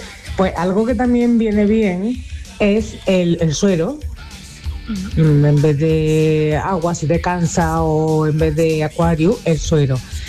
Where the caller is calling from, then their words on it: Almería, Andalusia, Spain; de Almería